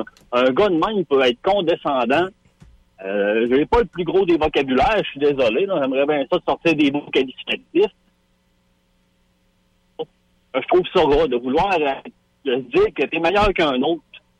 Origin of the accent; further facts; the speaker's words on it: Saguenay, Quebec, Canada; also born or lived in Loretteville / Beauce; je suis né à Québec. Je suis né à Loretteville. J'ai grandi au Saguenay. J'ai grandi dans Beauce.